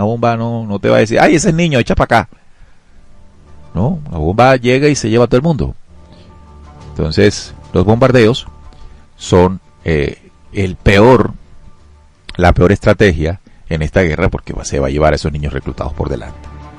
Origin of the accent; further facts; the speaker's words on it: Colombia; nosotros como colombianos